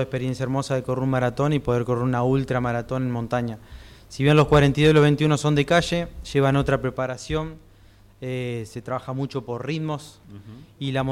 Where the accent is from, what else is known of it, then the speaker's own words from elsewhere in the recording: La Paz, Entre Ríos, Argentina; moved away as an adult; now in Santa Fe, Argentina; Soy nacido acá en Santa Fe, pero viví toda mi infancia en La Paz, Entre Ríos